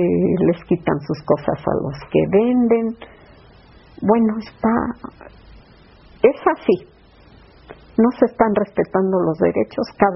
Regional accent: Mexico; Porque amamos nuestro país. Porque somos mexicanos

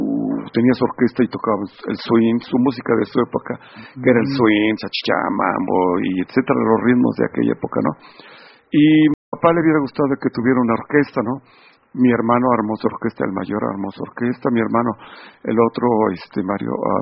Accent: Mexico City, Mexico; yo soy de Xochimilco y soy de familia de músicos.

